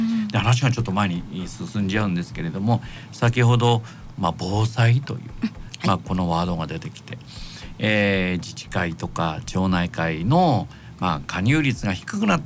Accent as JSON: {"language": "Japanese", "town": "Fussa", "region": "Tokyo", "country": "Japan", "tie": "born or raised there", "said": "僕もフッサ育ちですから"}